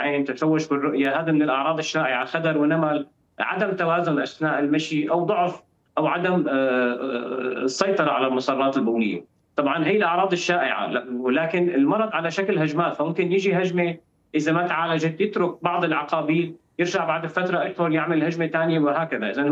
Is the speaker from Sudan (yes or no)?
no; Syria; now in Damascus, Syria; عندنا بسوريا